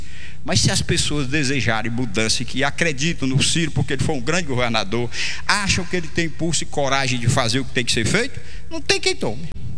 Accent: Reriutaba, Ceará, Brazil; moved away

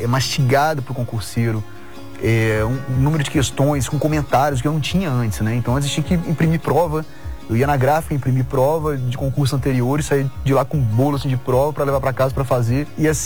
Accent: Vitória, Espírito Santo, Brazil; tenho 41 anos, sou de Vitória, Espírito Santo.

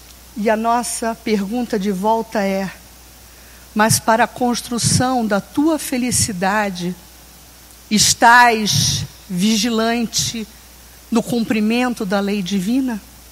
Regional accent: Brazil; E somos brasileiros e somos espíritas.

